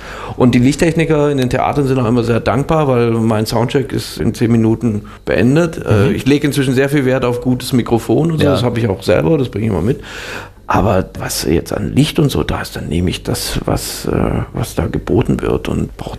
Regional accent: Swabia, Germany; also born or lived in Stade; dann wurde ich zwar in Norddeutschland geboren, aber bin dann auch sehr schnell nach Schwaben umgezogen. Im Grunde bin ich Schwabe. Also auch bis heute, man hört es jetzt nicht mehr so im Dialekt, aber auch so, mein Herz hängt halt auch schon so am Süden Deutschlands.

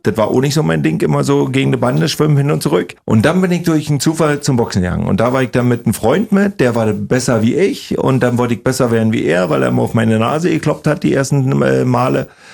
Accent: Briesen, Brandenburg, Germany; also born or lived in Bad Saarow / Fürstenwalde; Ich bin ja in Bad Saarow geboren, dann in Briesen sozusagen groß geworden, das ist gleich so ein Dorf daneben und dann irgendwann nach Fürstenwalde gegangen. Und als ich nach Fürstenwalde gegangen bin, das war 79, glaube ich

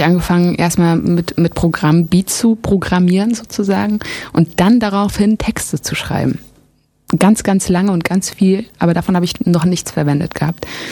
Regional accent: Germany; first language German; nee, Englisch ist es eigentlich nicht, weil ich bin ja Deutsch und das ist meine Muttersprache.

